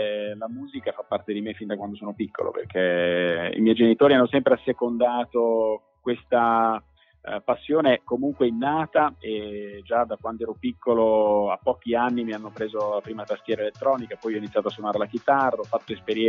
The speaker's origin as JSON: {"language": "Italian", "town": "Rimini", "region": "Emilia-Romagna", "country": "Italy", "tie": "born or raised there", "also_born_or_lived": "Caserta", "lives_now": "Reggio Emilia, Italy", "said": "Sono cresciuto in realtà a Rimini, sono nato a Caserta perché mio padre è di Caserta, mia madre è francese"}